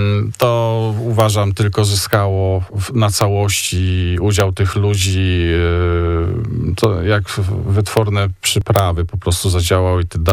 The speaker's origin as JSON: {"language": "Polish", "town": "Kwidzyn", "region": "Pomeranian Voivodeship", "country": "Poland", "tie": "born or raised there", "said": "obaj pochodzimy z tego samego miasta, czyli Kwizyn."}